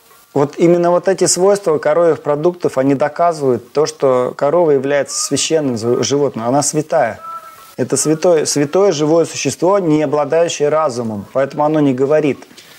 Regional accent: Astrakhan, Astrakhan Oblast, Russia; moved away; Я когда в Астрахани жил, я сам из Астрахани родом

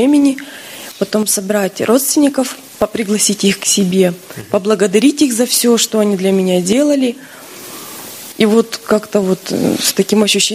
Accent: Kokshetau, Akmola Region, Kazakhstan; я из Кокштау.

